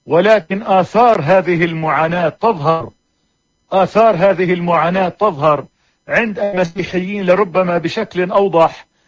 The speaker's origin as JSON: {"language": "Arabic", "country": "Palestine", "said": "أنا أعتقد أن هنالك شيئا يتغير لصالحنا كفلسطينيين"}